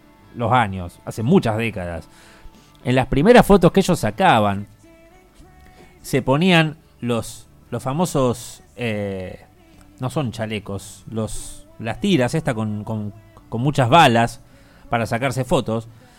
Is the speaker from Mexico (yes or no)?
no; Rosario, Santa Fe, Argentina; Y no somos tantos de Rosario, la verdad, los que vamos a ver